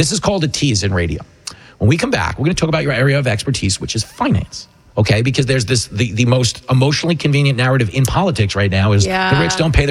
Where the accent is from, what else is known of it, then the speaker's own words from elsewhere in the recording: New York, United States; because we're from New York, so we know the difference.